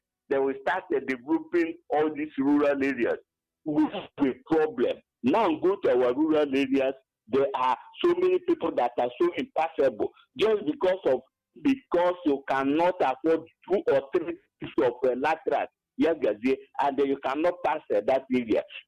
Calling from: Enugu, Enugu State, Nigeria; I'm calling from Abapanike, Enugu.

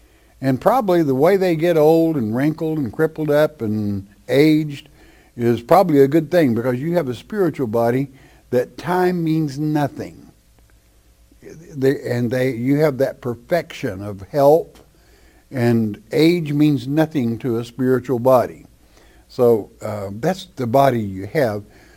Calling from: Florida, United States; from Florida.

